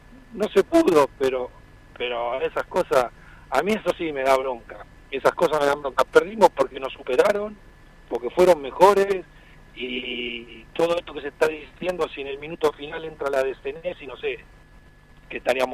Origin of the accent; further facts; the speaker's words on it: Argentina; como un argentino más